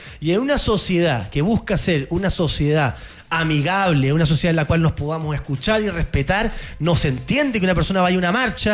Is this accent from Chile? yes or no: yes; Chile; moved away; also born or lived in United States